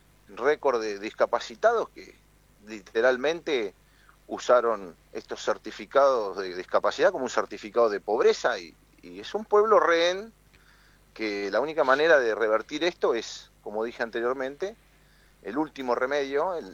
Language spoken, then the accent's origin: Spanish; Argentina